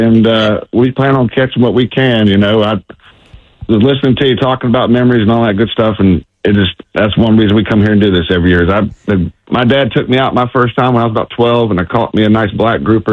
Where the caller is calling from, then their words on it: Panama City Beach, Florida, United States; I am calling from Panama City Beach this morning.